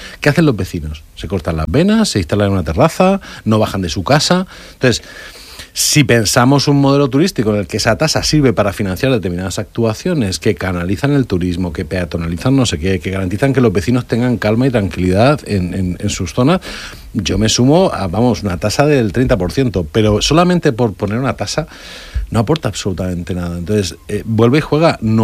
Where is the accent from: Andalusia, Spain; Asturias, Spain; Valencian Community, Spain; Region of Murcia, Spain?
Region of Murcia, Spain; Yo estos días, yo soy originario de Murcia y me gusta el tenis